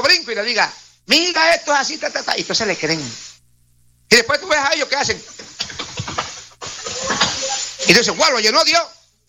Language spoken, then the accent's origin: Spanish; Puerto Rico; moved away; Antes era Puerto Rico.